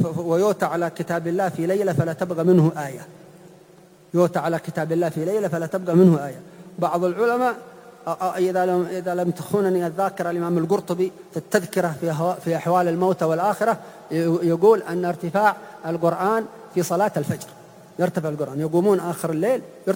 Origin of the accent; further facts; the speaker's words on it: Hadramaut, Yemen; عندنا في حضرموت في كثير من بلاد الإسلام إذا مات الميت يقرؤون القرآن